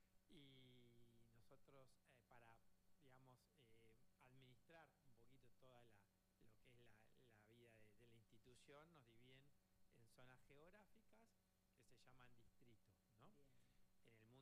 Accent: Caleta Olivia, Santa Cruz, Argentina; Yo soy de Caleta Olivia, Santa Cruz.

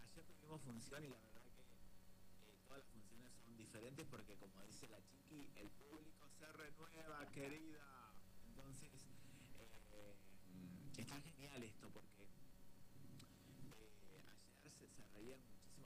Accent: Villa Manzano, Río Negro, Argentina; moved away; mi pueblo, que es Villa Manzano

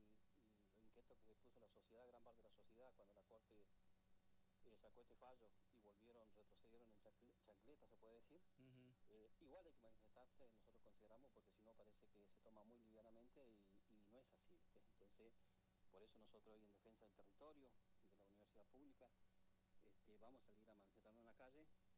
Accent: Argentina; como argentinos debemos estar preocupados

